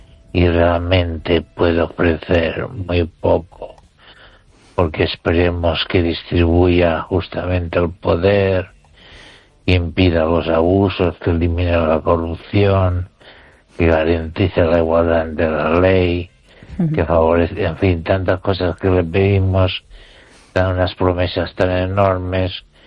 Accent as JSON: {"language": "Spanish", "country": "Spain", "said": "Y no quiero ser recordado como una persona chacosa, sino como un español que razona."}